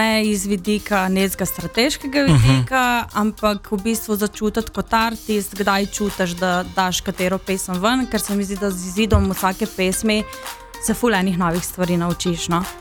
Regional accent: Novo Mesto, Southeast Slovenia, Slovenia; In zmeri, ko slišajo, da sem iz Novega mesta, zmeri reče, si prinesla kaj? Si prinesla cviček?

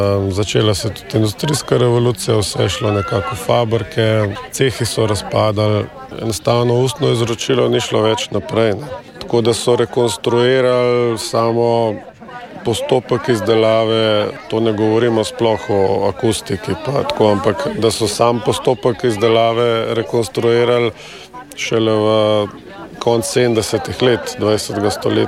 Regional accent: Ljubljana, Central Slovenia, Slovenia; sem izvorno iz Ljubljane

